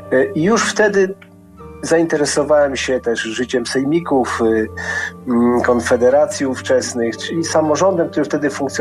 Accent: Świętokrzyskie Voivodeship, Poland; moved away; swojej miejscowości rodzinnej, pochodzę ze Świętokrzyskiego.

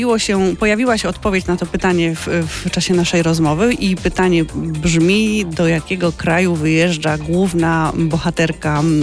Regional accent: Sochaczew, Masovian Voivodeship, Poland; born there

